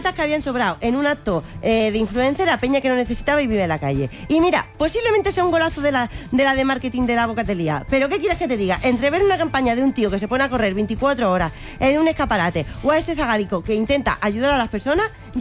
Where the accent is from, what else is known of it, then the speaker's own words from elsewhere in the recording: Region of Murcia, Spain; es que en verdad no había visto ese superpoder porque como murciana...